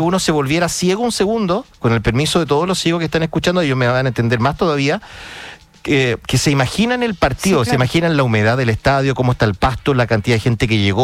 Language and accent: Spanish; Punta Arenas, Magallanes and Chilean Antarctica, Chile; Y le decía, de Punta Arenas.